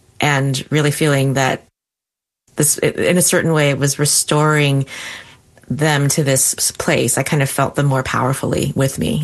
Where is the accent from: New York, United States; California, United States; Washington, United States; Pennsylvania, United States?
Washington, United States; Tacoma; does regular direct actions at the Northwest Detention Center here in Tacoma, in my hometown.